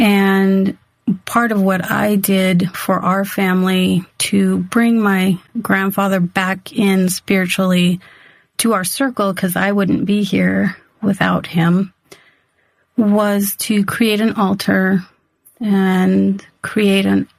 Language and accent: English; Yuma, Arizona, United States; because I grew up in Yuma, Arizona. We're right on the border. And so there's a large Hispanic population